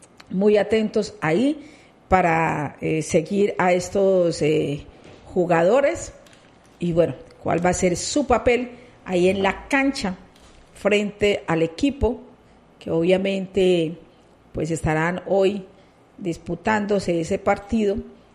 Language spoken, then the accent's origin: Spanish; Colombia